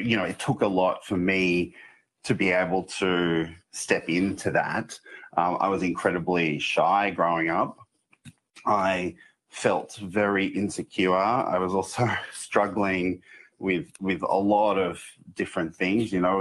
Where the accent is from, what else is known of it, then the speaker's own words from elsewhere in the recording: Bourke, New South Wales, Australia; And I remember Stan Grant was kind of one of the only, blackfellas that I saw on television growing up in Bourke.